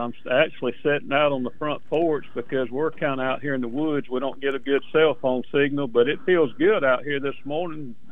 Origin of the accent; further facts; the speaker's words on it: Alabama, United States; moved away as an adult; now in Perry, Florida, United States; we're originally from South Alabama. I like to call it L.A., Lower Alabama.